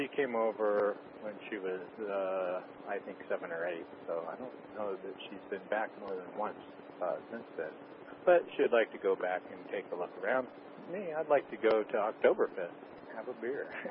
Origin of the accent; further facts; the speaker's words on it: Oregon, United States; now in Jamestown, United States; We're, I'm from Oregon now. I'm from the West Coast, and haven't spent hardly any time at all here on the East Coast now.